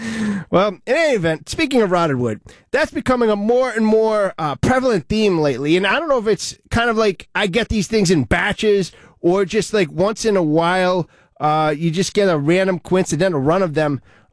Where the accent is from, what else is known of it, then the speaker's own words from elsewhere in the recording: Olneyville, Rhode Island, United States; I'm from Oneyville